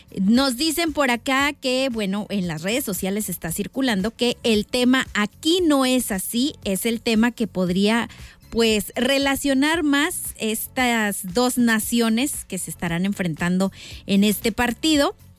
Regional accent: Mexico; Todos somos mexicanos

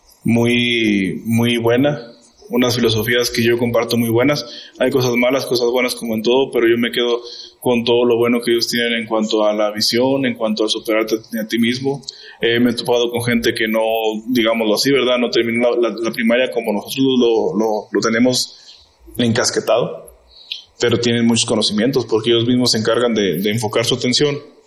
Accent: Mexico; todos somos mexicanos.

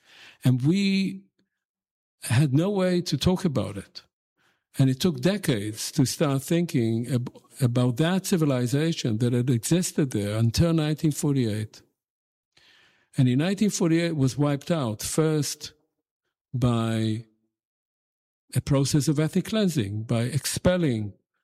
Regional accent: Tel Aviv, Tel Aviv District, Israel; I grew up first in North Tel Aviv and then in Ramat Aviv, where now the University of Tel Aviv is.

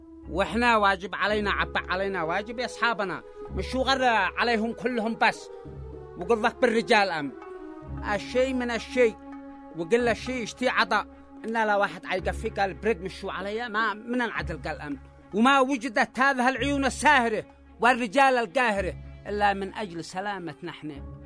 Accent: Yemen; عاد إحنا يمنية

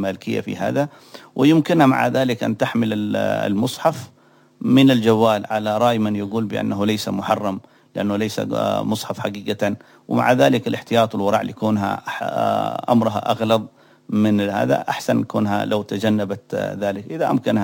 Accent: Yemen; وخصوصا عندنا في اليمن كنا نعرف حاله أنهن يقومن بخدمة البيوت

